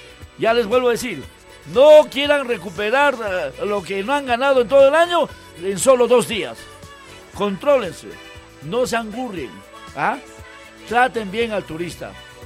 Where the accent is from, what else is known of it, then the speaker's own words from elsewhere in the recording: Huancayo, Junín, Peru; Nosotros mismos, huancaínos.